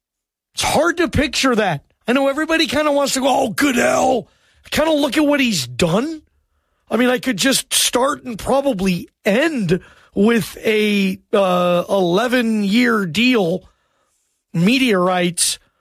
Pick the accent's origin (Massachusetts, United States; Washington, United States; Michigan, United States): Washington, United States; Seattle; I'm from Seattle, so grew up with the 90s music scene there